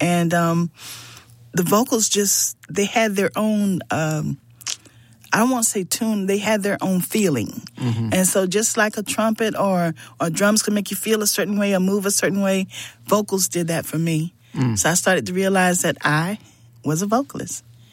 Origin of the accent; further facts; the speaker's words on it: Manning, South Carolina, United States; born there; now in Columbia, United States; Well, I was born in Manning, South Carolina. That's Clarendon County.